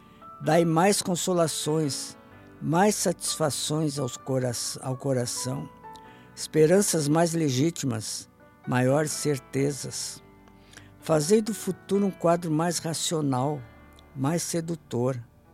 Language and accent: Portuguese; Guaíba, Rio Grande do Sul, Brazil; encomendado pela Prefeitura de Guaíba, minha terra natal.